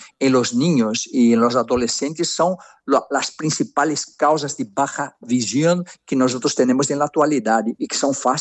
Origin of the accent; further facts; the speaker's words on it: Brazil; Catalan is a second language; No, sóc brasiler, però mig català.